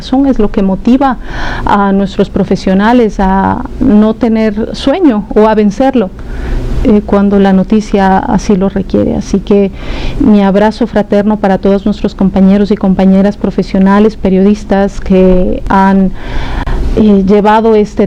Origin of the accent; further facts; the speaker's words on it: Ecuador; moved away as an adult; now in Caracas, Venezuela; como ecuatoriana, como lo ha dicho Marina, nosotros somos extranjeras que estamos en este momento aquí en Caracas por temas laborales